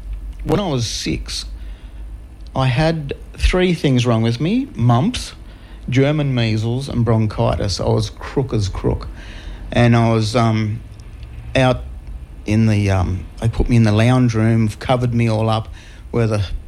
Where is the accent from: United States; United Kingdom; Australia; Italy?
Australia; Goulburn, New South Wales; I grew up in Goulburn, born in Goulburn, moved away and come back three times.